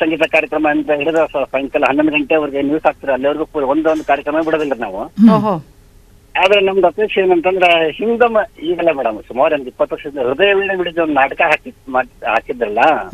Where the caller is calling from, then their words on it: Karnataka, India; ನಾ ಹುಬ್ಳಿ ತಾಲೂಕ್ ಬಯಕೆಯಿಂದ